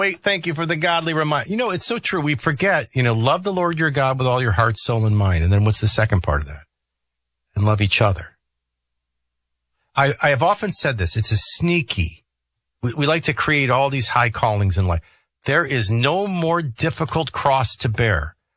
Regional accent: Chicago, Illinois, United States; Oh, and I grew up in Chicago. I mean, we had some great teams

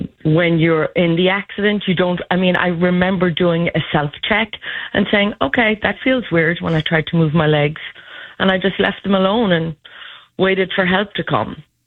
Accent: Ireland; I'm from Ireland.

